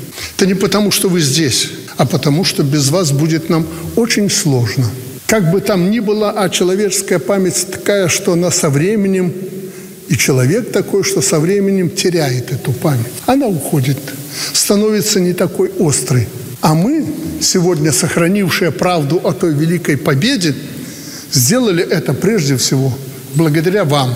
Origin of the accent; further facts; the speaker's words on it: Belarus